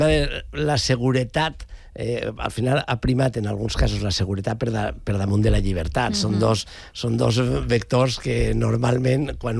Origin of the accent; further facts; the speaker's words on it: Alcoy, Valencian Community, Spain; moved away; jo soc d'Alcoi, com alguns més, i jo vaig tornar justament per al mig any. Jo vaig arribar a Alcoi